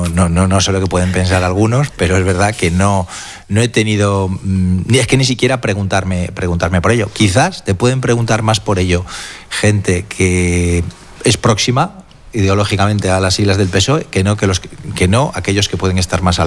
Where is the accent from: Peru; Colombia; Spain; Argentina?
Spain; Cantabria; no como gallego, sino como trasmerano.